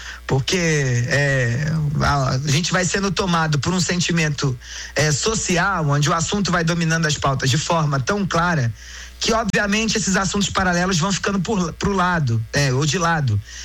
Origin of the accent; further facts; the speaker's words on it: Brazil; essa habilidade que nós brasileiros temos quando saímos do Brasil para qualquer outro lugar, e você diz sou brasileiro e a pessoa dá um sorriso